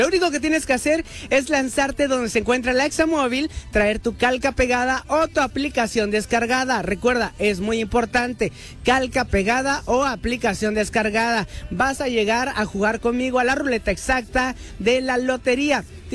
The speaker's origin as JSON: {"language": "Spanish", "country": "Mexico", "said": "se siente que somos mexicanos todo el año"}